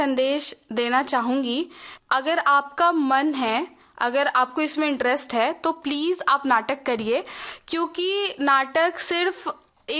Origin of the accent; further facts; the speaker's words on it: Madhubani, Bihar, India; first language Maithili; Hindi is a second language; मैं मिथिलांचल से हूँ, मधुबनी